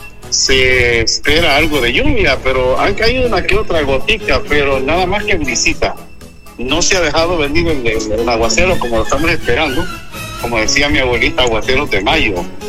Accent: Honduras

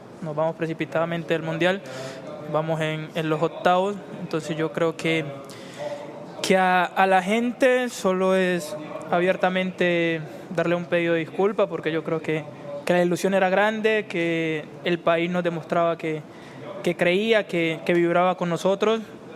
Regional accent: Colombia; yo creo que como colombianos, si hay algo que nos caracteriza es la capacidad de sobreponernos a las adversidades.

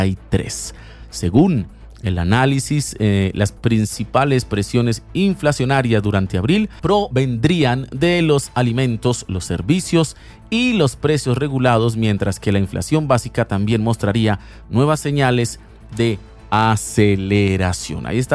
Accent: Colombia; todos somos colombianos.

